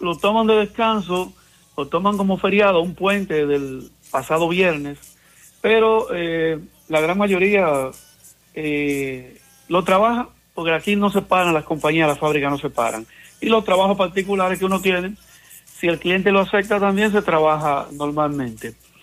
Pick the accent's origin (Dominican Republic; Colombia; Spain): Dominican Republic; now in United States; como buen dominicano, aquí la mayoría lo pasamos trabajando.